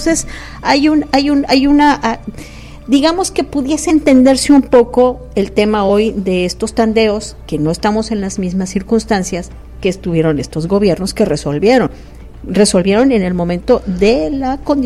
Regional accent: Tabasco, Mexico; yo vengo de Tabasco, donde abres un hueco a los 2 metros y encuentras un pozo.

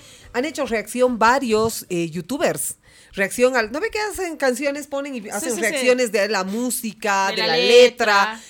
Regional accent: Bolivia

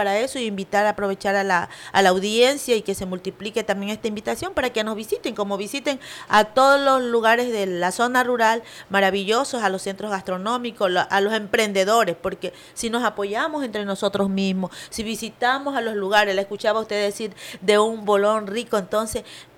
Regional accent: Manta, Manabí, Ecuador; born there; also born or lived in San Lorenzo, Manabí, Ecuador; Entonces, yo terminé mi educación primaria aquí.

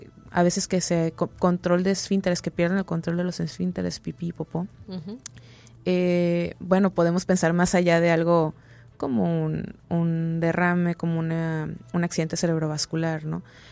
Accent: Mexico; por lo menos como mexicanos

